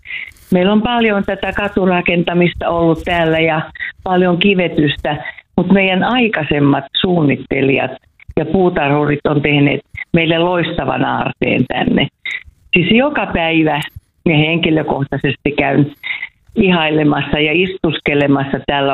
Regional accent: Kotka, Kymenlaakso, Finland; Soittelen täältä kotikaupungistani Kotkasta.

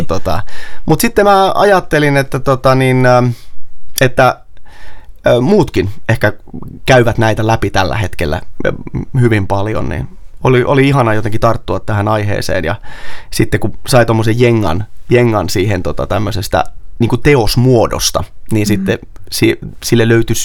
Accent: Kaustinen, Central Ostrobothnia, Finland; moved away; tuolla Kaustisella, mistä mä oon kotoisin

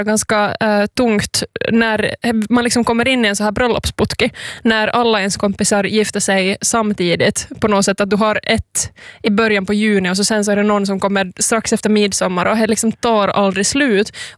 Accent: North Ostrobothnia, Finland; moved away; Jag bara är därifrån och vill liksom basonera ut på alla sätt jag kan att jag är från norra Österbotten.

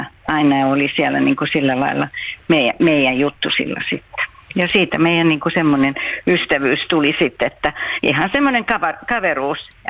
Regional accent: Hämeenlinna, Kanta-Häme, Finland; also born or lived in Helsinki; mä oon syntynyt Helsingissä, sitten on nuoruuden ollut ensin Hämeenlinnassa ja sen jälkeen Santahaminaan.

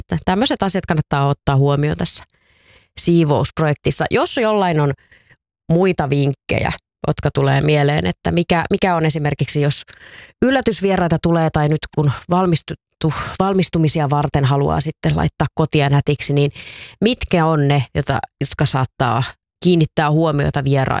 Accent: Tampere, Pirkanmaa, Finland; kun lähdin aina kesäksi sitten jonnekin kesätoimittajaksi jonnekin pois kotikaupungistani Tampereelta

